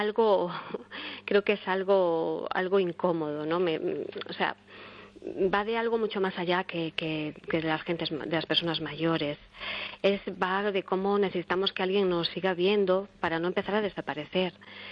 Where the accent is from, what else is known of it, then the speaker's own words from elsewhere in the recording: Galicia, Spain; la música, como buena gallega también siempre ha estado muy presente en mi vida